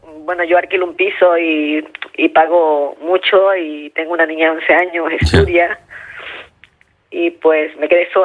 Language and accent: Spanish; Venezuela